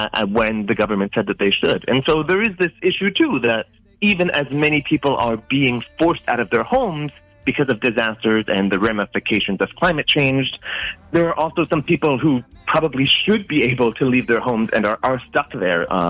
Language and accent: English; Arizona, United States; I grew up in Arizona, personally, and wildfires were a common occurrence.